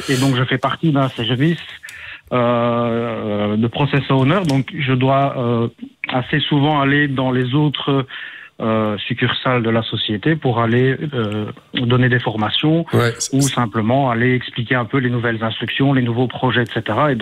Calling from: Champlon, Wallonia, Belgium; Je vous appelle de l'Ardenne, je suis à Champlon plus exactement, entre Marche et Bastogne.

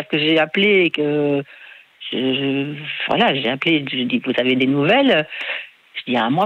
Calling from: Jette, Brussels-Capital Region, Belgium; J'habite à Jette, oui.

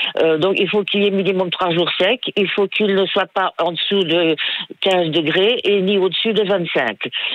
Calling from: Namur province, Wallonia, Belgium; J'habite Fragnières. C'est près de Florès, c'est dans le Namurois.

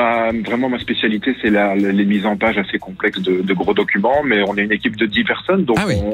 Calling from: Durbuy, Wallonia, Belgium; Dans la région de Nandrin, plutôt sur D'accord. la région liégeoise, mais j'habite à Durbuy.

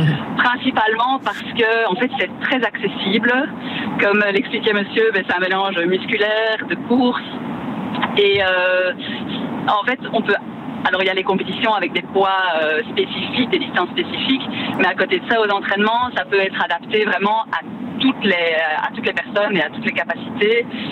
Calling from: Court-Saint-Étienne, Wallonia, Belgium; une salle s'est ouverte près de chez nous, à Cour-Saint-Étienne.

